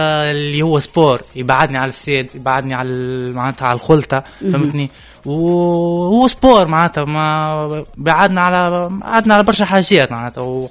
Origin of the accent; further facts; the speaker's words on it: Tunisia; نحب نشرف بلادي تونس